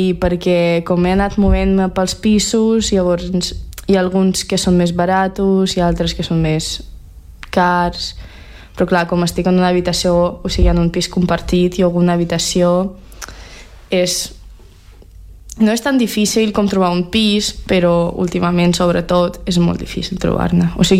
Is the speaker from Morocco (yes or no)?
no; Russia; només som dues estrangeres a classe i una és de Dinamarca i l'altra sóc jo de Rússia.